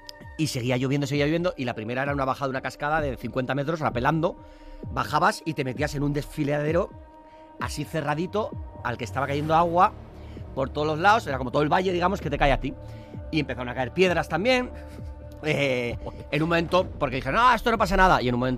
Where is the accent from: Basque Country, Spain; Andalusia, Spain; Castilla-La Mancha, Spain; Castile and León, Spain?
Basque Country, Spain; San Sebastián